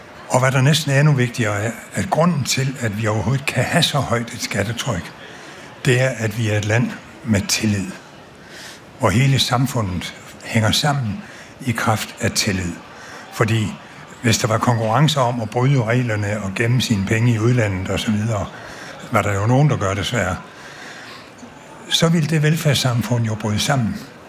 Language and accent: Danish; Region of Southern Denmark, Denmark; Og jeg er jo dansk sønderjyde.